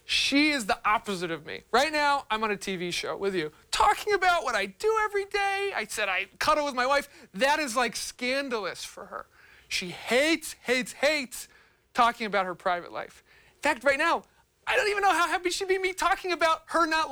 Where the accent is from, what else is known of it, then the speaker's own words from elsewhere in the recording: Milwaukee, Wisconsin, United States; born there; also born or lived in Massachusetts; She met my father at Marquette University in Milwaukee, Wisconsin, which is where I was born. Little known fact about me, I was born in St. Francis Hospital on the feast of St. Francis.